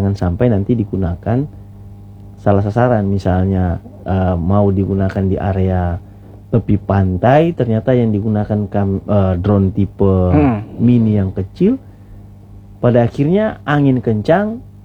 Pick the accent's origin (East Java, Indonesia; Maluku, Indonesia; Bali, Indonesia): Maluku, Indonesia; daerah asal saya di Sirsur